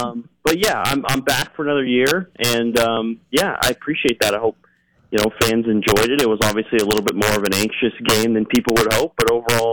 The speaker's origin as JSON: {"language": "English", "area": "Rogue River", "region": "Oregon", "country": "United States", "said": "I am from Southern Oregon. I am an Oregonian, so I had. I'm actually from Medford, the Medford area. First, any Southern Oregon listeners or anybody that's familiar with Southern Oregon, I'm actually from Rouche"}